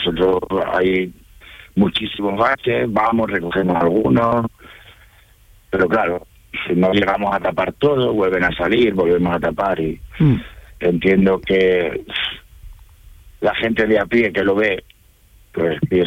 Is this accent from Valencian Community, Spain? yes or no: yes; Valencian Community, Spain; now in Villanueva de los Castillejos, Spain; Mira, yo soy valenciano y estoy afincado en Villanueva de los Castillejos, en Huelva.